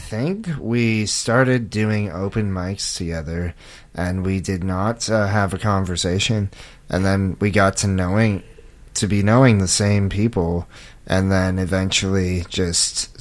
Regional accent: Ontario, Canada; We're also both from Ontario.

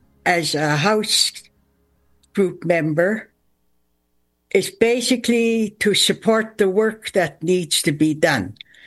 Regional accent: Gitanmax, British Columbia, Canada; now in Gitsegukla, Canada; We were raised on Gitanmax, but my ancestors were from Xinjiang. My home origin, where I was raised, was Gitanmax Reserve.

